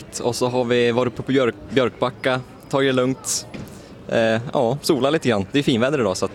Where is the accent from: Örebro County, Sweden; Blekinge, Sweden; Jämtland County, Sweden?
Jämtland County, Sweden; Ås; Från Ås kommer jag.